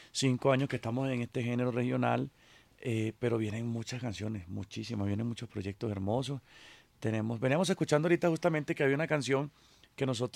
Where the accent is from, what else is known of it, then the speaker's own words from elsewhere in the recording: Guárico, Venezuela; born there; Ah, yo nací en Guárico, es Venezuela, Sierra Llanera, el centro de Venezuela. Vengo de una dinastía de músicos, cantantes, compositores, de esa música folclórica.